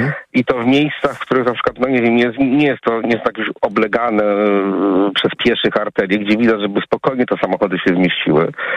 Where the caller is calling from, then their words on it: Warsaw, Masovian Voivodeship, Poland; akurat ja dzwonię z Warszawy